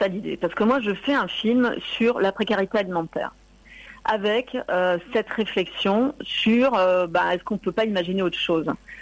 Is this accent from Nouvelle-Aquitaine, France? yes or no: no; Marseille, Provence-Alpes-Côte d'Azur, France; puisque moi je viens de Marseille et donc on vient sur des très courtes périodes